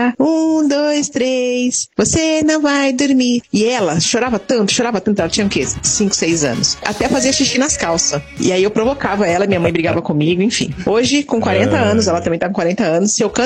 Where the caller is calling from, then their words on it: São Paulo, Brazil; falo da Ponte Rasa.